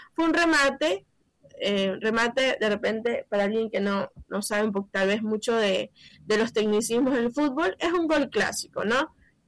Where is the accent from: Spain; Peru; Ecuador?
Ecuador; no es un gol que estamos muy acostumbrados nosotros como ecuatorianos a ver